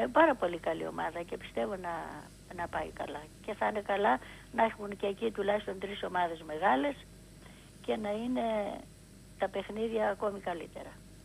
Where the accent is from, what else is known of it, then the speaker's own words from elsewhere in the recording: Kavala, Eastern Macedonia and Thrace, Greece; εγώ είμαι από την Καβάλα. Και πολλές φορές πηγαίναμε στην Καβάλα και είχα πάρα πολλούς συγγενείς.